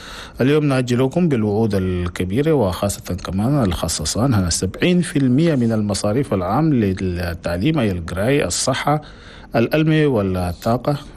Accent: Chad; والناس اللي عندهم الحم بالرياضة في بلدنا تشاد.

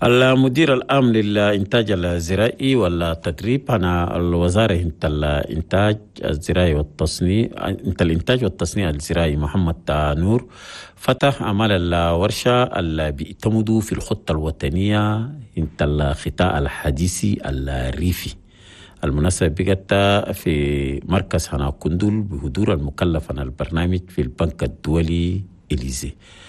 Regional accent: Chad; النظافة في المؤسسات الصحية في بلدنا تشاد.

